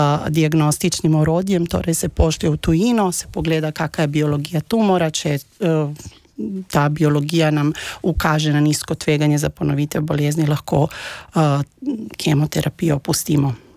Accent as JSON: {"language": "Slovenian", "town": "Belgrade", "country": "Serbia", "moved": "yes", "lives_now": "Maribor, Slovenia", "said": "jaz prihajam iz Beograda, iz Srbije"}